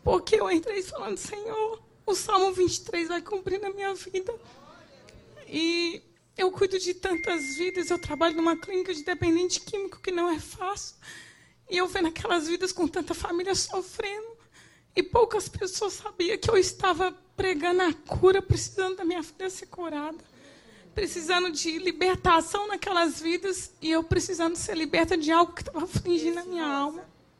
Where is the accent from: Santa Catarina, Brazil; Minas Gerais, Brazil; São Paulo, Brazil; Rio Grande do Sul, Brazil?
Minas Gerais, Brazil; Belo Horizonte; moved away as an adult; now in Governador Valadares, Brazil; eu sou de Belo Horizonte. E eu falava, Deus, o Senhor me tirou de Belo Horizonte para vir para cá.